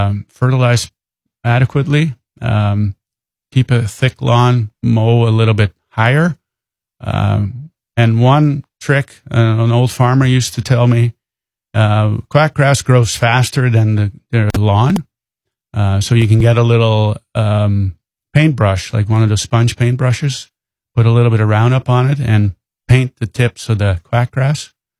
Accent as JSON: {"language": "English", "country": "Netherlands", "moved": "yes", "said": "So me and my brother started, I believe, about 18 years ago already. We moved in 2003 from the Netherlands, and a few years later, we got into landscaping."}